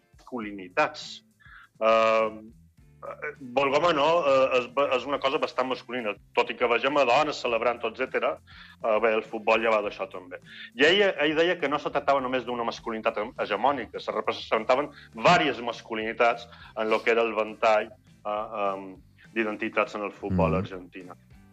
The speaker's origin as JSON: {"language": "Catalan", "country": "United Kingdom", "said": "per la meva banda estic celebrant, també, perquè som mig britànic i amb aquest Mundial he estat anant amb Anglaterra"}